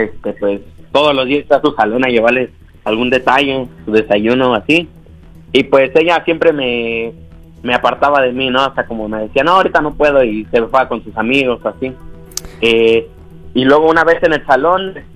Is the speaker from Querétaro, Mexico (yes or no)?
no; Ecatepec de Morelos, State of Mexico, Mexico; Tengo 19 años y me llamo aquí del Ecatepec de Morelos.